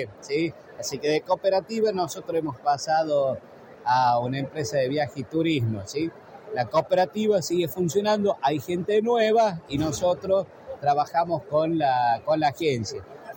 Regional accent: Vinchina, La Rioja, Argentina; Soy de Vinchina, La Rioja, de la precordillera riojana.

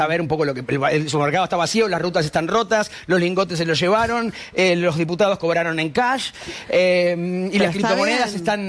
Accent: Uruguay; now in Argentina; siendo uruguayo, no podría llegar muy lejos.

